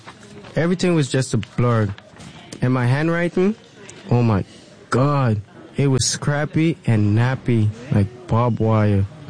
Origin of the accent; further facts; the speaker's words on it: Ghana; When I was growing up in Ghana, I didn't make my mom proud.